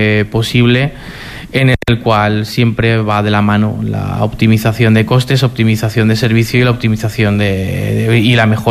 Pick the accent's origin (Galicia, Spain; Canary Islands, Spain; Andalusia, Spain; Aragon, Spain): Aragon, Spain; Zaragoza; born there; yo quería quedarme afincado ya en Zaragoza, quería quedarme afincado en mi pueblo, quería vivir en el pueblo